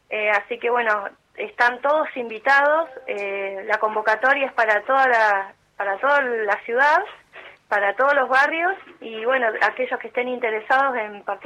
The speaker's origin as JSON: {"language": "Spanish", "country": "Argentina", "lives_now": "Viedma, Argentina", "said": "no solamente como argentinos, sino también como cultura local"}